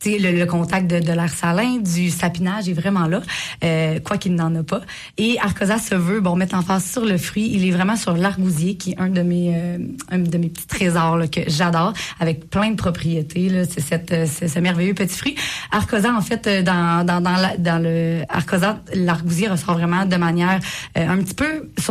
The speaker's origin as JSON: {"language": "French", "region": "Quebec", "country": "Canada", "moved": "yes", "lives_now": "Baie-Comeau, Canada", "said": "Je viens du Saguenay-Lac-Saint-Jean. J'ai été amenée par le vent du Nord sur la côte nord."}